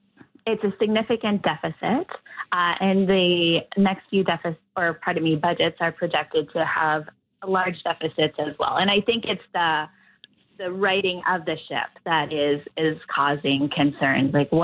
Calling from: Nova Scotia, Canada; I'm calling from Nova Scotia.

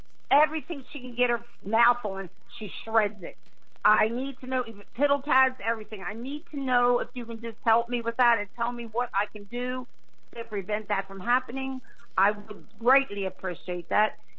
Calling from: Milford, Delaware, United States; I'm calling from Milford, Delaware.

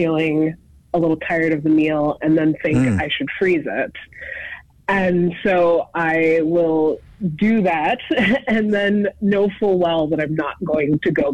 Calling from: St. Paul, Minnesota, United States; I'm calling from St. Paul, Minnesota.

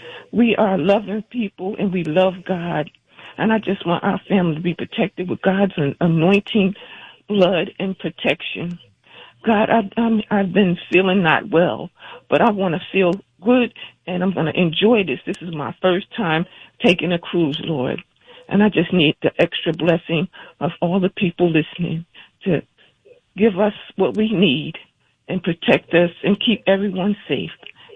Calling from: New Jersey, United States; I'm from New Jersey.

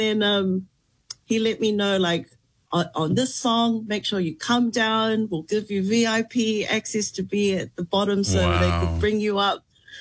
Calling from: South Korea; So I'm tuning in from Korea, and it's just been a really proud moment to see all the Tongan people online just really engage with my little disco on the stage.

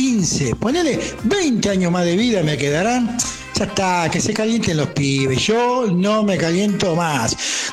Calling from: González Catán, Buenos Aires Province, Argentina; Hola, mis amigos

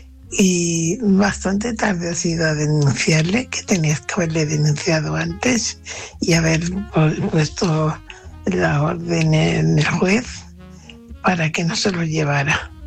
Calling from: Fuenlabrada, Community of Madrid, Spain; Hola, buenas noches. … corresponsal de Fuenlabrada.

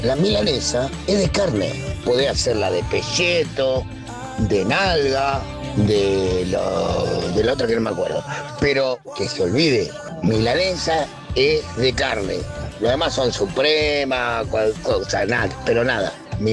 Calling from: Vicente López, Buenos Aires Province, Argentina; Rivadavia … de Vicente López, 582.

